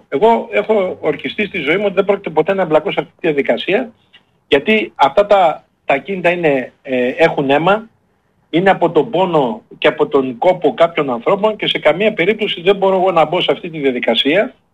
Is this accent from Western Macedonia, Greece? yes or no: yes; Florina, Western Macedonia, Greece; τον οποίο όταν ήμουν μικρό στη Φλόρινα το βλέπαμε κάποιο δέος.